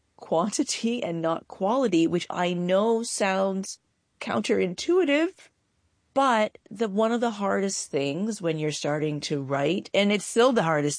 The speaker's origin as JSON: {"language": "English", "country": "Canada", "moved": "yes", "said": "I'm Canadian. I'm sure my vowels have, you know, given me away or will."}